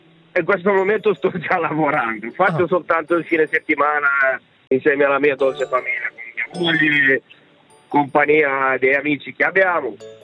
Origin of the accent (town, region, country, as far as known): Romania